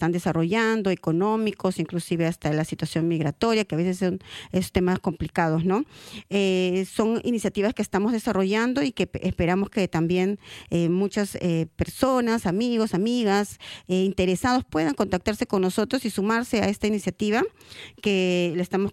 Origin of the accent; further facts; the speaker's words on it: Peru; conectar el vínculo con nuestro país, con la problemática, con lo que estamos haciendo como peruanos o como latinos.